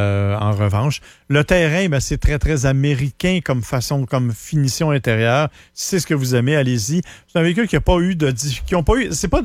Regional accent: Saint-Hyacinthe, Quebec, Canada

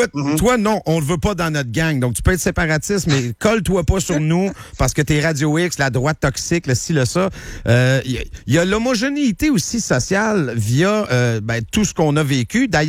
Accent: Quebec, Canada; Moi, je viens du début des années 80, donc l'air très PQ, très nationaliste, très nous sommes Québécois

